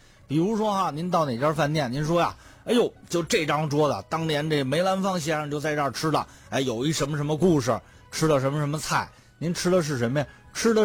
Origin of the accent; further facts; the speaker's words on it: Beijing, China; 特别你比如对咱们北京人。最高的礼遇不是下馆子，是在家吃。